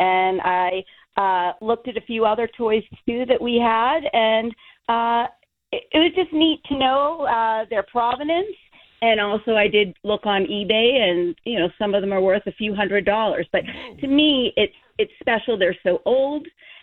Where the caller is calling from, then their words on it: Hanover, Massachusetts, United States; Hello, I'm calling from Hanover, Massachusetts